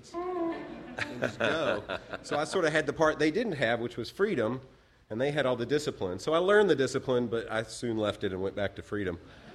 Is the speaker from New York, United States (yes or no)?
no; Nashville, Tennessee, United States; And I grew up in Nashville, Tennessee.